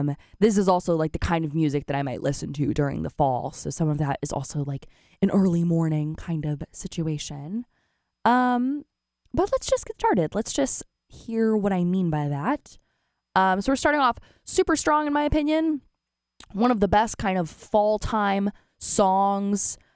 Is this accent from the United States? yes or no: yes; South Bay, California, United States; now in Davis, United States; I'm originally from the South Bay, so not as hot as it is up here, but a little more temperate throughout the year.